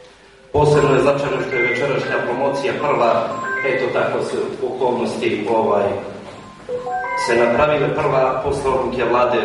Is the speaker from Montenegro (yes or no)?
yes; Montenegro; now in Budva, Montenegro; istoričar, porijeklom sam Urine iz Merana, inače živim u Budvi. Velika mi je čast i privilegija što govorim, da kažem, u mom kraju, u mojoj republici dijelom.